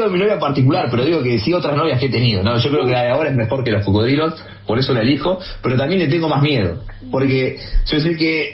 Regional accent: Argentina; A mí me dijeron, vos sos argentino, o sea que eso te distingue entre otros blancos.

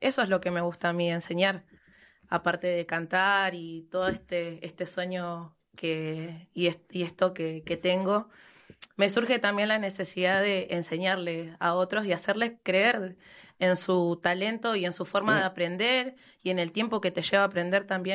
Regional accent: Argentina; estoy en un centro de formación, un punto de formación en Villa Escazo, de donde soy yo

